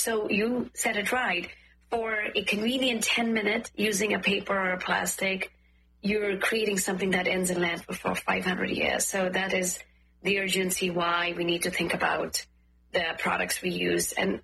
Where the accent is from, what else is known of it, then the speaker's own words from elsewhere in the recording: Uttarakhand, India; moved away; So I'm from North India, I'm from Uttarakhand. Uttarakhand is a beautiful state right next to Nepal, where we can see the whole Himalayan range.